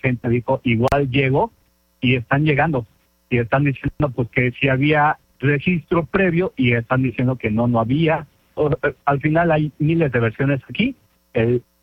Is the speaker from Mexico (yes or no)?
yes; Mexico; Como mexicano, pues bueno, pues que gane México.